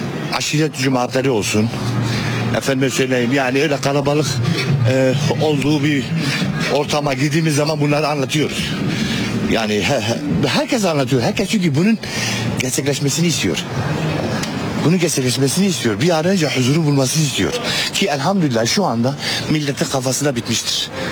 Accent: Mardin, Turkey; Çünkü İstanbul'daki insan, ben burada Mardinliyim.

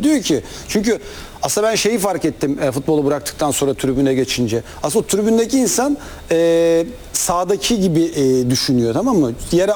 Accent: Gaziosmanpaşa, Istanbul, Turkey; İşte ben Gazi Osman Paşa, doğma büyüme oralıyım.

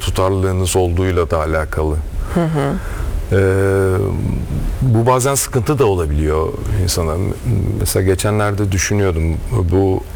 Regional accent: Milas, Muğla, Turkey; born there; now in Bodrum, Turkey; Evet, ben Milaslıyım gerçi, Milas doğumluyum

